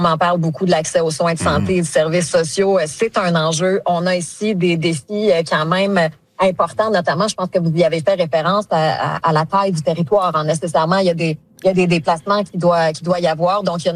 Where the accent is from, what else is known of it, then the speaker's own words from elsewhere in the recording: Quebec, Canada; on a la population la plus vieillissante chez nous en Gaspésie, particulièrement dans la baie des Chaleurs.